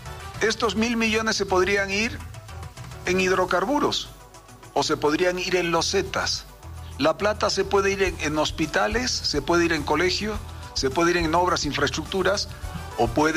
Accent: Bolivia; Me siento orgulloso de ser parte, uno más, hoy como presidente, pero como boliviano

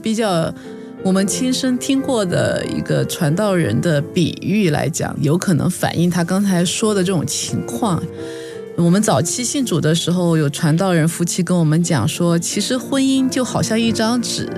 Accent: China; 但我们中国人的传统里面，

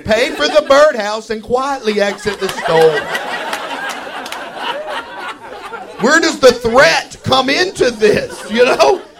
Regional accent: Kentucky, United States; moved away; I'm originally from Kentucky. And to be honest with you, I used to be embarrassed of that. I used to be embarrassed of my accent

